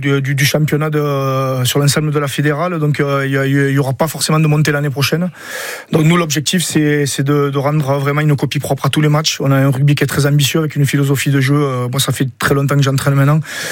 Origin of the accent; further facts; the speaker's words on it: Collioure, Occitanie, France; Je suis originaire de Collioure